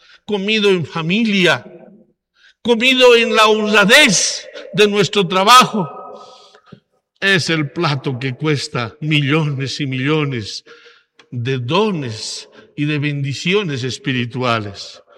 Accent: La Paz, Bolivia; Estamos invitados como buenos franciscanos, como buenos paseños, como buenos bolivianos

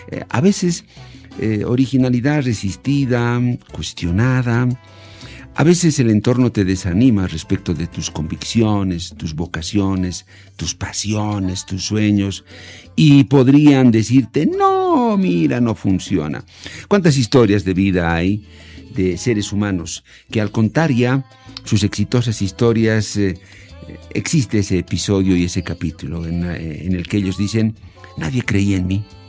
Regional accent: Bolivia

